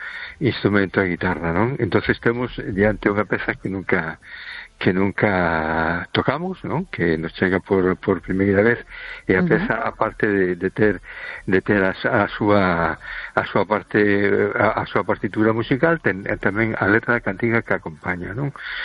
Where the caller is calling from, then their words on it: A Coruña, Galicia, Spain; de Coruña. ¿Qué tal estamos?